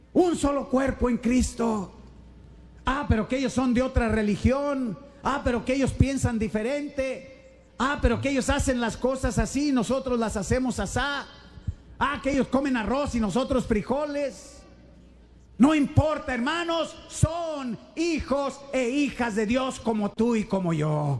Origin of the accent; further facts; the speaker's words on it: United States; born there; Sí, porque nací en América.